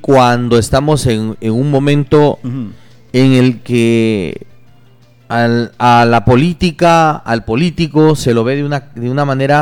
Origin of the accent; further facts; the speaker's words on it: José Leonardo Ortiz, Lambayeque, Peru; Mira, yo soy leonardino … es leonardino. Yo soy nacido en José Leonardo Ortiz. Yo soy nacido en el primer sector de Santana.